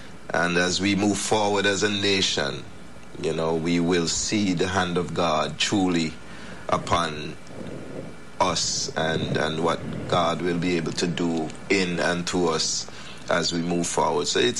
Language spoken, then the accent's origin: English; Barbuda, Antigua & Barbuda; I'm from Barbuda via Earlings Village.